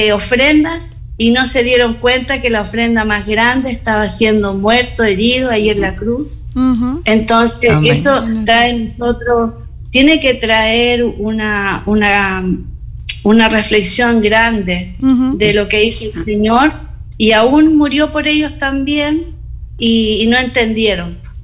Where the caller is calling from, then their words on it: Talca, Maule, Chile; Estamos muy lejos acá en mi país, en Chile, en la ciudad de Talca.